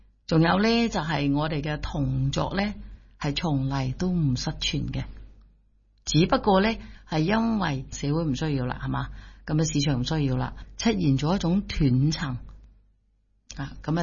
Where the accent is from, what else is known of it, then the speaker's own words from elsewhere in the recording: Foshan, Guangdong, China; 就刻出嚟我哋佛山人講嘅叫做站紙啊，站公仔紙、站紙，以前喺我哋佛山地區係好流行嘅。